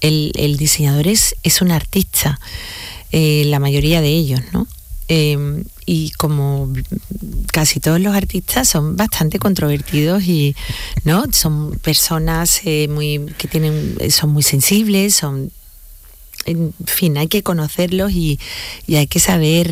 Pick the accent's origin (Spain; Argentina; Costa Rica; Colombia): Spain; así somos los españoles